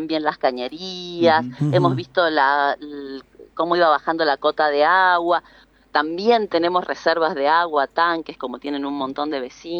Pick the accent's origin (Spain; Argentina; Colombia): Argentina; Mendoza; now in Los Penitentes, Argentina; Para los que somos mendocinos sabemos que esto, por ejemplo, lo primero es que es agua para Mendoza